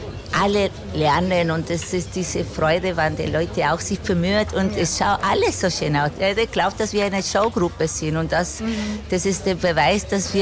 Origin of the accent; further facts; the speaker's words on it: Chile; now in Linz, Austria; Ich komme aus Chile und ich bin seit 32 Jahren in Österreich.